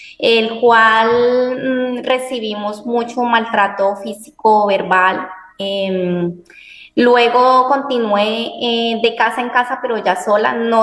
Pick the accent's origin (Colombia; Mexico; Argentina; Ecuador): Colombia; now in Spain; Soy de Colombia. En este momento me encuentro en España. Provengo de un pueblo del sur de Colombia. Provengo de una familia campesina.